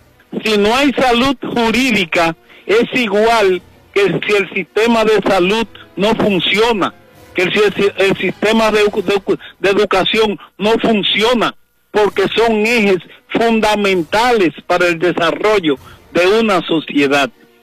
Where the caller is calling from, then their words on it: Dominican Republic; la mala justicia que se aplica en mi país.